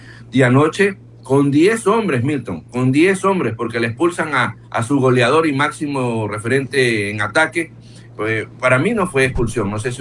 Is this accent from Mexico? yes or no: no; Ecuador